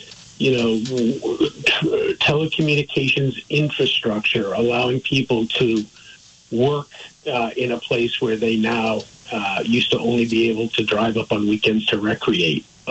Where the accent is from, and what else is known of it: East Montpelier, Vermont, United States; born or raised there